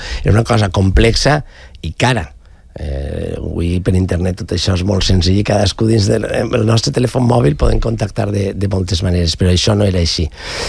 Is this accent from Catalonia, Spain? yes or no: no; Alcoi, Valencian Community, Spain; jo soc d'Alcoi, com alguns més, i jo vaig tornar justament per al mig any. Jo vaig arribar a Alcoi i al mig any.